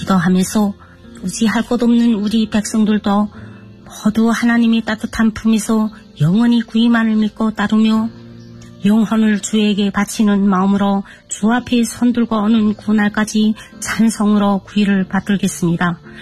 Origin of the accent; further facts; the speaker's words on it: Chongjin, North Hamgyong, North Korea; moved away; 저는 청진시 포항구요 북향동에서 온